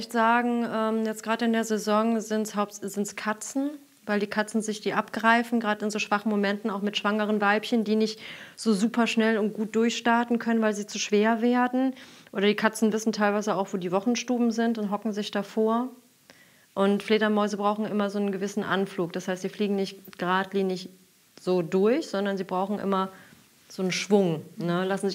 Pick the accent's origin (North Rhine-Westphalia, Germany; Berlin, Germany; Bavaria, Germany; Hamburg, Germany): North Rhine-Westphalia, Germany; Ich komme halt vom Land aus Nordrhein-Westfalen und meine Eltern haben Schuppen auseinandergenommen im Frühjahr.